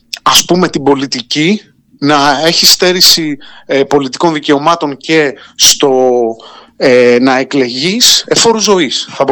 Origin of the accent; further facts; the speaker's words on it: Keratsini, Attica, Greece; Εδώ στα μέρη μας, στο Κερατσίνι